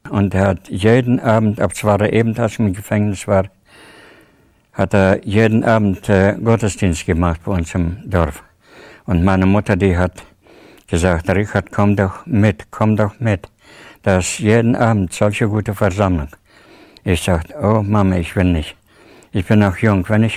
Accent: Tajikistan; moved away; Ich komme aus Tadschikistan und bin dort auch geboren, an die 1937. Und meine Eltern wurden dort hingesiedelt, also zwangsmäßig, an die 35.

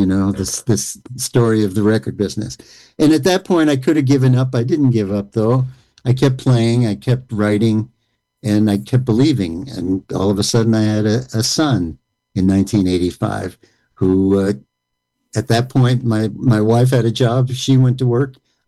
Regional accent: Queens, New York, United States; also born or lived in Los Angeles, United States; Then I inherited the house I grew up in Queens, moved my family out of L.A. back to New York, started kicking around in New York.

